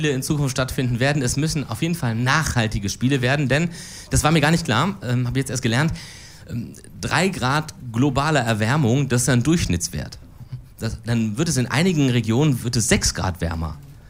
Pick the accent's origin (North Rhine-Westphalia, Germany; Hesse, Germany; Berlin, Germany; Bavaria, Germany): North Rhine-Westphalia, Germany; Cologne; Ich musste mich jetzt, als Kölner, ich musste mich jetzt entscheiden